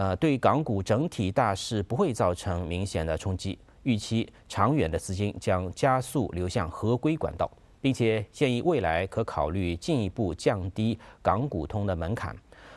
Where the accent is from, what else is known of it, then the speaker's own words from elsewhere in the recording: China; 我们中国人说这个中国话说，庙小妖风大，池浅王八多